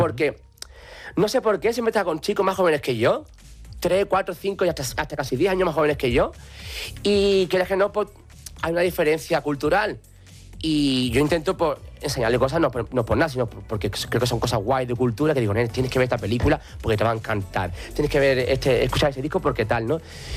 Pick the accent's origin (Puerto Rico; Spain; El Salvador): Spain; Alcalá de los Gazules, Andalusia; he salido para una discoteca de la provincia de Cádiz, pero yo vivía entonces aún en mi pueblo, en Alcalá de los Azules.